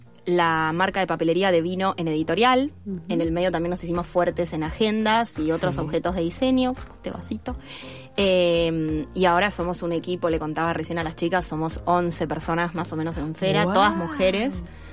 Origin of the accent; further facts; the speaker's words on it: Chubut, Argentina; moved away as an adult; now in Buenos Aires, Argentina; yo soy del sur, de Chubut